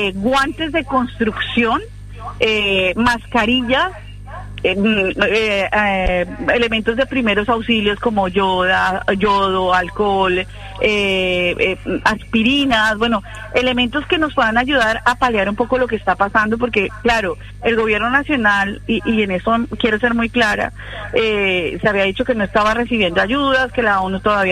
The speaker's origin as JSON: {"language": "Spanish", "country": "Colombia", "moved": "yes", "lives_now": "Almería, Spain", "said": "Yo, pues como colombiana, por supuesto, y con muchos amigos aquí en Almería y en España"}